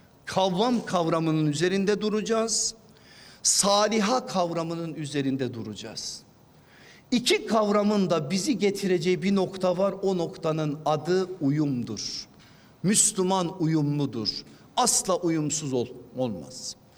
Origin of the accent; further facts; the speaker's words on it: Erzurum, Turkey; Şimdi ben o evliliğe aman Trakyalıdır, ben Erzurumluyum, olmaz mı olmaz diye karşı çıkacak bir halim yok.